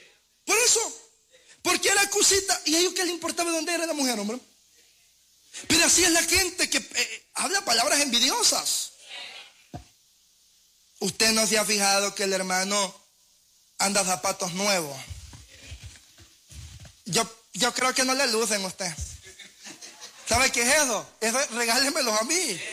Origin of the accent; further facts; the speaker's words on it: El Salvador; Así como nosotros, que no somos nativos propios del Salvador, no somos.